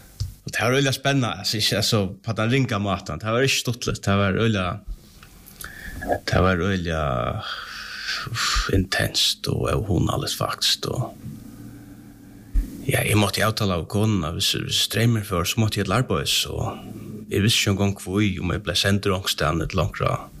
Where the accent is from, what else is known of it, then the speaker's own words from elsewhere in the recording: Faroe Islands; att det kan gå upp för dem att jag är föringar, jag är inte danskar.